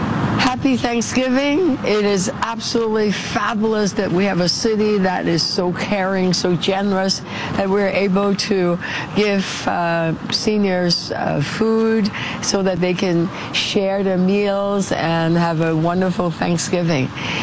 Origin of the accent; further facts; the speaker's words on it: Toronto, Ontario, Canada; I grew up in St. Jamestown.